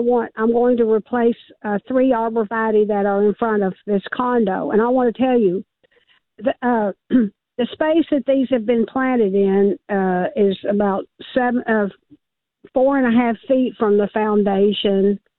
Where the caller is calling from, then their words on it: Mount Sterling, Kentucky, United States; I'm calling from Mount Sterling, Kentucky, with a question about replacing some arborvitae.